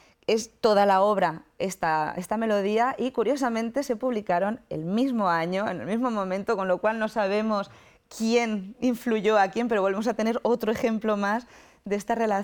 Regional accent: Spain; yo como española y un ambiente francés

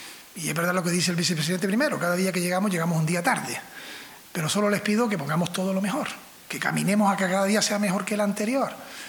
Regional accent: Canary Islands, Spain; ahora hablo como canario

